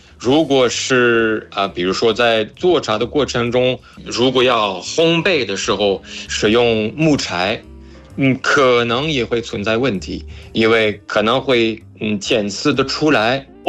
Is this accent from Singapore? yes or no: no; France; 我作为一个法国人，我也并不能说法国人对茶有什么要求什么需求我完全都了解